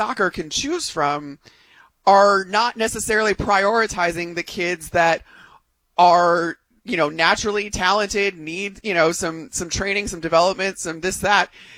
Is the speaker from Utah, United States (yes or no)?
no; Illinois, United States; I grew up in outside Chicago, where hockey was a huge sport that everybody in my neighborhood played.